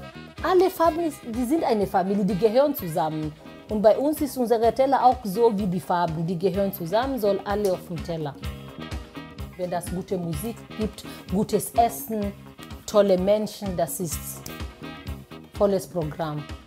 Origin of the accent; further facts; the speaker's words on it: Kenya; Ich komme aus Kenia.